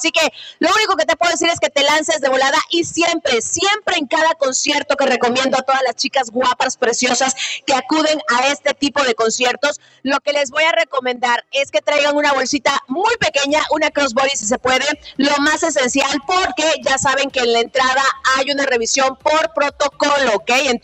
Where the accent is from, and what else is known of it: Mexico